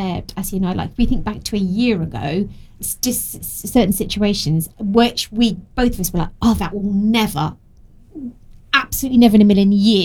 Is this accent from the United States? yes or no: no; Tunbridge Wells, South East England, United Kingdom; I remember we grew up in Tunbridge.